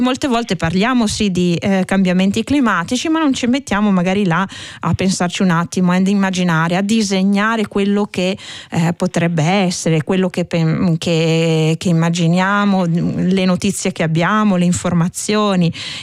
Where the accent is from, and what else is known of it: Trieste, Friuli-Venezia Giulia, Italy